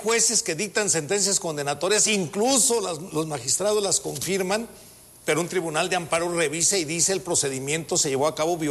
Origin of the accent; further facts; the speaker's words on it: Uruapan, Michoacán, Mexico; also born or lived in Apatzingán; ahí crecí en Uruapan